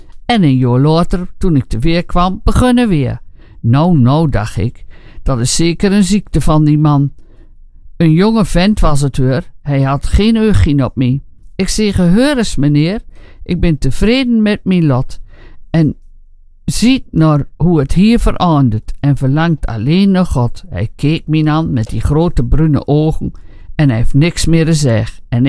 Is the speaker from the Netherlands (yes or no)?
yes; Zwolle, Overijssel, Netherlands; born there; Nee, mijn eerste nacht was in Overijssel. Ik ben in Zwolle geboren.